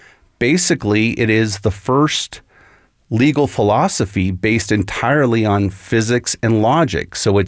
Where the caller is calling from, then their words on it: South Jordan, Utah, United States; from South Jordan